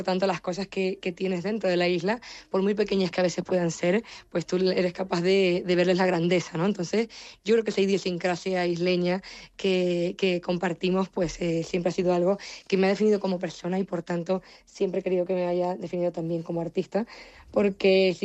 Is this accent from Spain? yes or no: yes; La Palma, Canary Islands, Spain; moved away